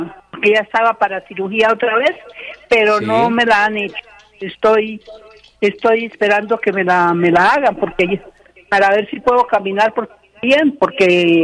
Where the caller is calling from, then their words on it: Madrid, Cundinamarca, Colombia; Madrid, Cundinamarca.